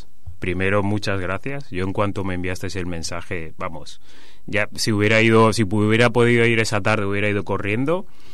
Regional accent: Lleida, Catalonia, Spain; also born or lived in Barcelona / Premià de Mar; se vinieron aquí a España y bueno, y ahí nací yo con tres hermanos, ¿vale? En total somos cuatro. Yo estuve hasta los 6 años en Premia de Mar, mis padres al final se mudaron en Lleida y ahí fue pues bueno, donde viví toda mi infancia

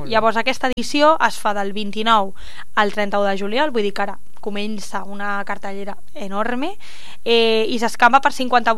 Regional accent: Catalonia, Spain; com a bona catalana que sóc

